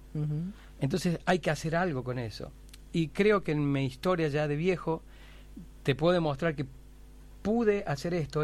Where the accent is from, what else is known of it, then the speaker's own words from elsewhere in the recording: Córdoba, Argentina; siendo cordobesa, teniendo... nadie nunca nos llamó y nos dijo, o nos hizo una nota en un diario, supongo.